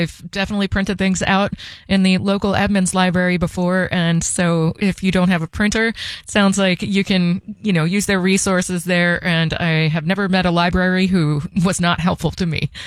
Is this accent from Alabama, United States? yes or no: no; New York, United States; also born or lived in Connecticut; now in Seattle, United States; I grew up in New York, but I was living in Connecticut, and I moved out here